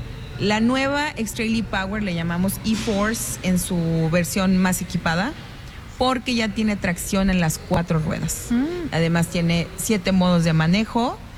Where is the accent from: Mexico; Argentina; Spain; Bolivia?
Mexico; somos orgullosamente mexicanos aquí.